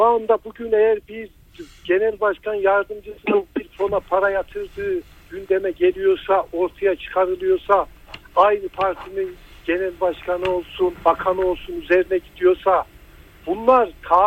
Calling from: Ankara, Turkey; Ankara'dan arıyorum.

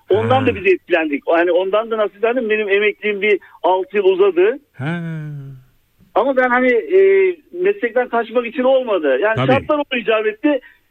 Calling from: Ankara, Turkey; Ankara'dan arıyorum.

